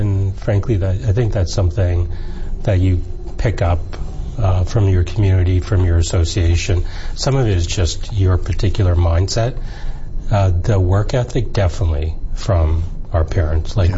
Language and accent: English; Toronto, Ontario, Canada; I spent most of my time growing up in the Malvern neighborhood, so okay. We would have been close. And as you may recall, well, we were probably in Scarborough.